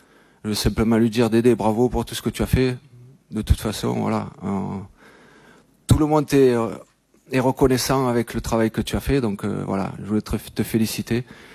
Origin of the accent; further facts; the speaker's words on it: France; toutes ces personnes qui ont œuvré à ce qu'on puisse gagner cette Coupe du Monde chez nous en France.